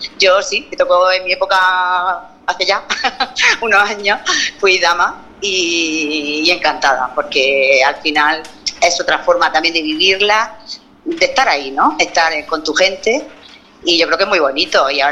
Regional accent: La Olla, Spain; Sí, soy de La Olla.

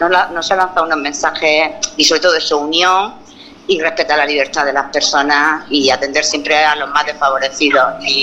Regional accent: La Hoya, Region of Murcia, Spain; Sí, soy de La Hoya.

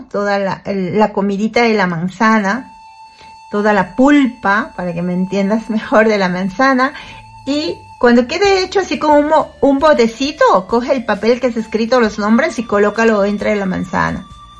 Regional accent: Ecuador; moved away; en mi país, el Ecuador, porque soy ecuatoriana, ¿no? Soy ecuatoriana, he recorrido y recorro muchos países de Latinoamérica, Centroamérica y acá en Europa.

